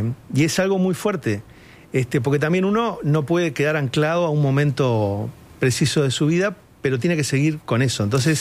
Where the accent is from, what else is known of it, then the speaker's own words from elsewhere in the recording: Los Cerrillos, Canelones, Uruguay; es el lugar donde yo nací, donde viví mis primeros años.